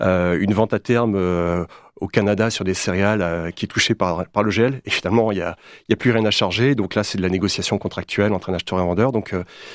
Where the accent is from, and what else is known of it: Brittany, France